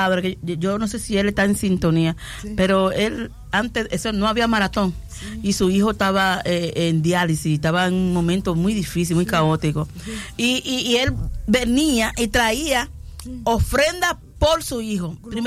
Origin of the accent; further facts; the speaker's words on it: Dominican Republic; yo no soy del centro de la ciudad, yo soy de Villaverde.